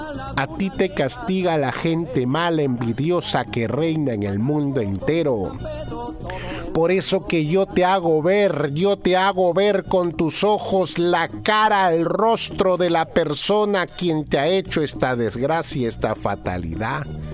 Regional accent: Piura, Peru; Yo soy peruano, paisano igual que usted. Bien peruano. La diferencia es que usted es de Huaraz y yo soy de Piura, de la Sierra de Piura.

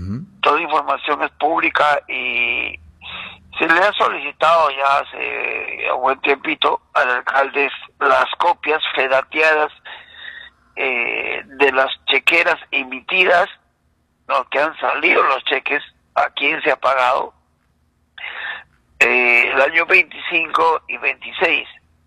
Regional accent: Puerto Yurinaki, Junín, Peru; mi pueblo está abandonado

